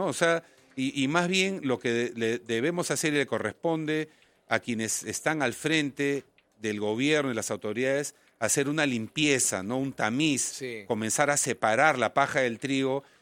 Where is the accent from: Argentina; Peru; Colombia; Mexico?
Peru; Que simboliza lo que somos los peruanos en todo su contexto.